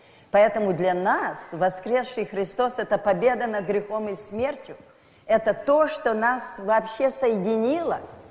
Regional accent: Russia; born there; moved away; also born or lived in Israel

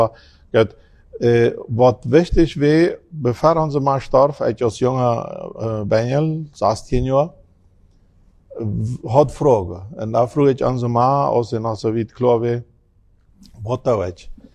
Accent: Filadelfia, Boquerón, Paraguay; also born or lived in Pilcomayo; now in Asunción, Paraguay; da ist dann endlich meine Kindheit und Jugend dann in Philadelphia, Fernheim rundum passiert

